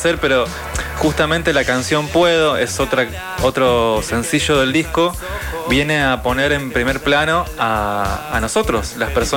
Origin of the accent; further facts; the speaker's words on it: Rosario, Santa Fe, Argentina; Somos dos artistas rosarinos que nos cruzamos en 2018 de casualidad en Nueva York.